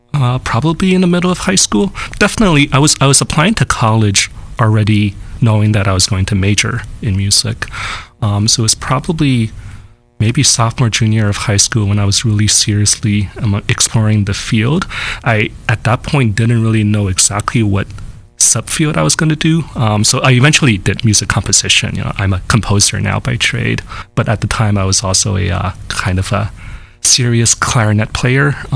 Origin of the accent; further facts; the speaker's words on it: New York City, New York, United States; now in San Bernardino, United States; So I'm a New Yorker. So I grew up in Queens, New York. Actually, I kind of had a pretty suburban life for the first, I don't know, few years until high school.